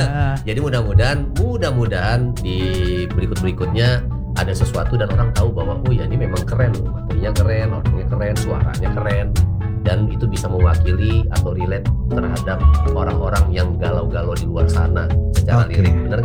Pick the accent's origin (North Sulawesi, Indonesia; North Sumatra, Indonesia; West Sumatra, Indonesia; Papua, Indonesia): West Sumatra, Indonesia; Dan terus terang kan gua orang Minang